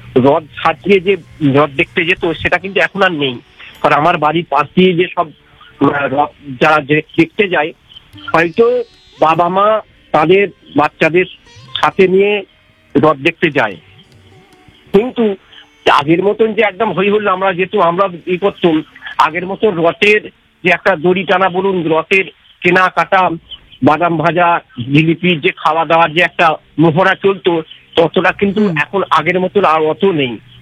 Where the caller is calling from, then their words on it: Rajbalhat, West Bengal, India; আমি বদুরচক মাঠপাড়া রাজবলহাট ইউনিট থেকে